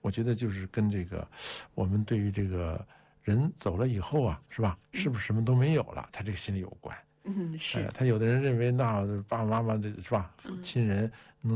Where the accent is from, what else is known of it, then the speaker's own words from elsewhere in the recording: China; 因为我们中国人